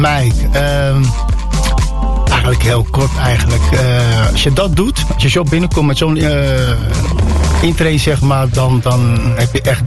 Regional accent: Netherlands; also born or lived in Morocco; Ik ben een Marokkaan, ik ben geboren in Marokko, opgegroeid in Nederland.

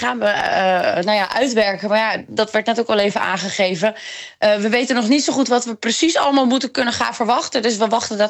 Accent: Friesland, Netherlands; Niks is een groot woord, dat is niet waar. Ik kom natuurlijk wel uit Friesland, hè?

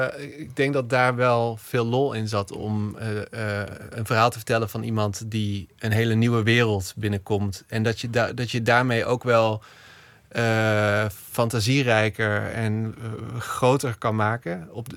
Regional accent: North Brabant, Netherlands; moved away; Wij zijn wel geboren en getogen in Brabant.

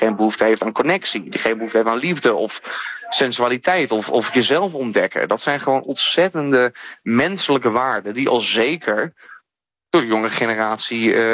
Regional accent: Amsterdam, North Holland, Netherlands

